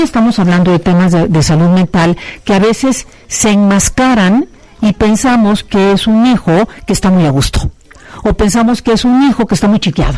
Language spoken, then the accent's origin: Spanish; Veracruz, Mexico; Bueno, yo te voy a decir, yo soy de Veracruz y mi salida al mundo fue de Veracruz a Puebla.